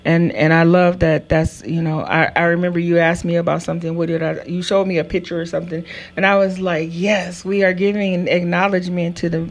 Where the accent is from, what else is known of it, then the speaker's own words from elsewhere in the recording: Chino, California, United States; So Chino, that's in my hometown.